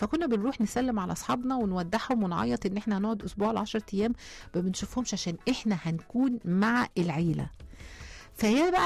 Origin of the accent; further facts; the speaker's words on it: Egypt; احنا مصريين مسلمين ومسيحيين